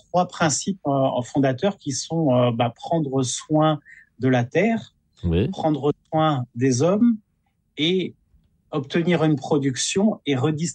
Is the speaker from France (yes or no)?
yes; Brittany, France; peut cultiver chez nous en Bretagne